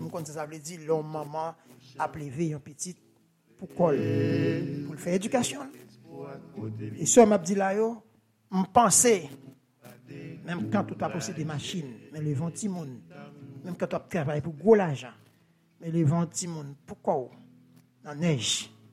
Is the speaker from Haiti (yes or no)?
yes; Jérémie, Grand'Anse, Haiti; C'est vrai, je viens de Jérémie, la cité des poètes, je sais pas mal faire.